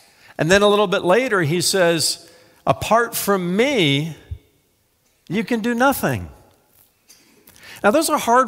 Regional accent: United States; I'm an American

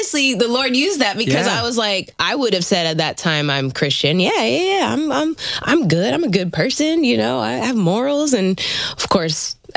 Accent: Manila, Metro Manila, Philippines; born there; So 1989, I was born in Manila, the Philippines. My mom is half Filipina, half Puerto Rican. My dad's Jamaican, and I have an older sister.

